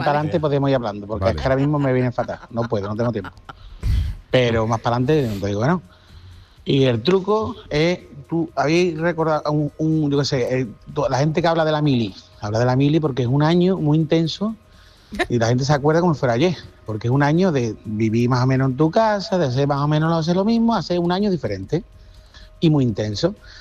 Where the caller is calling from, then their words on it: La Algaba, Andalusia, Spain; de Algaba